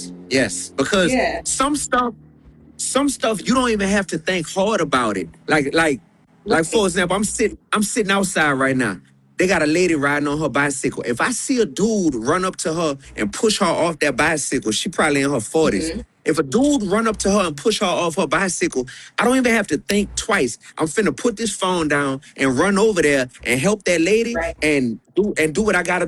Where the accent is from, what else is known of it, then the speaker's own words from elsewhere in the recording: New Orleans, Louisiana, United States; And you know, I'm from New Orleans, so I'm gonna tell y'all something.